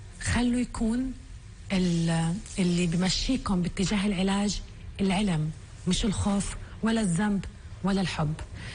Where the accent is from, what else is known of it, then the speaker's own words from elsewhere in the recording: Palestine; أنا أول خريجة بالضفة الغربية وأنا أول فلسطينية قبلت في هذا البرنامج في تشيك